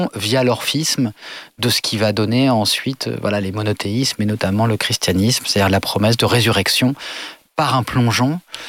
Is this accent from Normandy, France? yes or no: yes; Normandy, France; also born or lived in Le Havre; là où j'ai grandi, dans un petit village à côté du Havre, sur les falaises